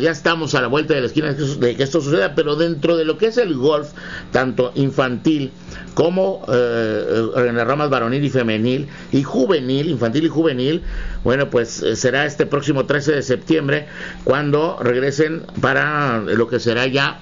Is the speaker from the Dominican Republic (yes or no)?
no; Mexico; los mexicanos, que nuestro ADN va mucho con ello